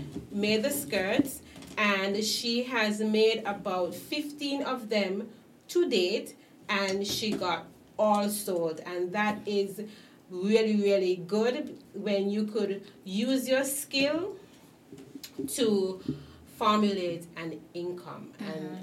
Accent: Cayon, St. Kitts & Nevis; I am from Kayon. I am Kitty to the bone.

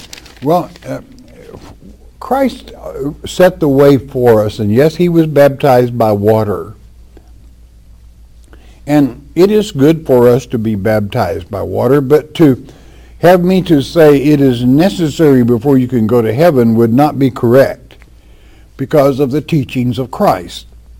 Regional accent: Tennessee, United States; My wishes are to have my ashes scattered in a place of my choosing in my home state of Tennessee.

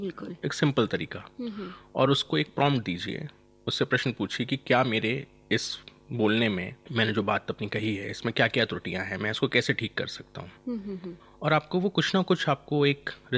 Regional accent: Balaghat, Madhya Pradesh, India; जैसे मैं बालाघाट जिले से आता हूँ, वहाँ की एक अपनी भाषा शैली है

